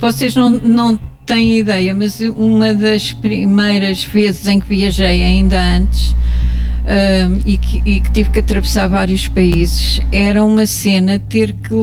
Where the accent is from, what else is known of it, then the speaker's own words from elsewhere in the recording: Centro, Portugal; born there; Eu lembro-me de não haver centro de saúde perto da minha aldeia, e quando havia qualquer coisa vinha-se a correr para Coimbra